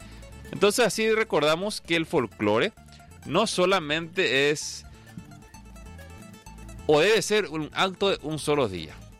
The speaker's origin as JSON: {"language": "Spanish", "country": "Paraguay", "said": "yo soy paraguayo."}